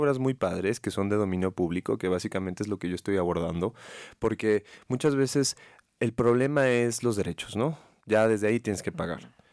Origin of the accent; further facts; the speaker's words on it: Zacatecas, Mexico; Todos somos de Zacatecas.